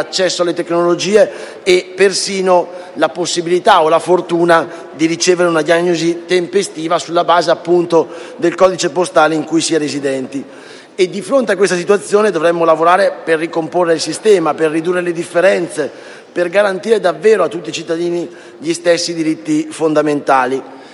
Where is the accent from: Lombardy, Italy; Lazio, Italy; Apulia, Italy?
Lombardy, Italy; lo dico da lombardo